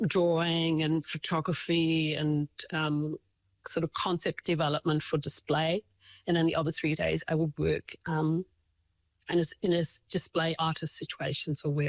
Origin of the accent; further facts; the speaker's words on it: Zurich, Switzerland; English is a second language; now in Invercargill, New Zealand; I was like from Zurich and Main Street. I was like kind of transported to this to Invercargill